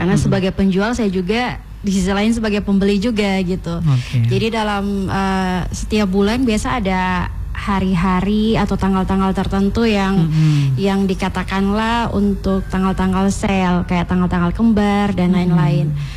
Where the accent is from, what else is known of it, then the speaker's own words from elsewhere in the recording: Gorontalo, Indonesia; kita ya, orang Gorontalo kan